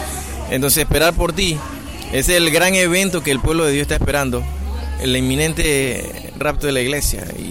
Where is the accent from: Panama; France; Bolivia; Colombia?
Panama; Así que en mi país se usa el acordeón. Entonces quería identificarme como panameño.